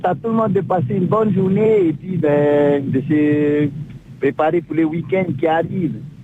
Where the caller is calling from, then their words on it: French Polynesia; on vient de Tahiti.